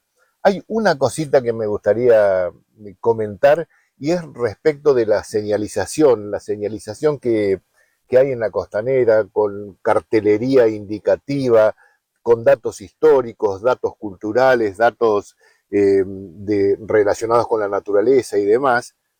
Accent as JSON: {"language": "Spanish", "country": "Argentina", "tie": "born or raised there", "moved": "yes", "lives_now": "Junín, Argentina", "said": "Lo he visto en mi pueblo, yo soy de Chuel"}